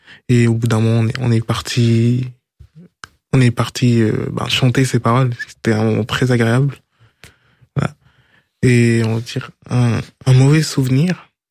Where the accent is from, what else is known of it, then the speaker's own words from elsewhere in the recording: Garges-lès-Gonesse, Île-de-France, France; also born or lived in French Guiana / Sarcelles; À Garges, je suis arrivé à 3 ans. Puis après j'ai vécu un petit peu à Sarcelles pour retourner encore à Garges.